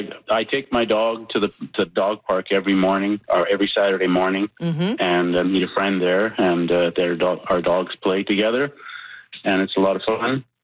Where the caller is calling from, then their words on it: St. Albert, Alberta, Canada; St. Albert.